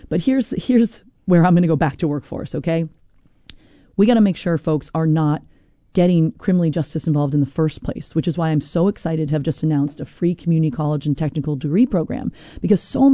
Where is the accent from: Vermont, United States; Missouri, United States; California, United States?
Vermont, United States; Newbury; So look, I grew up in Newbury, Vermont on a dirt road because my family thought it's the best place in the world to raise kids.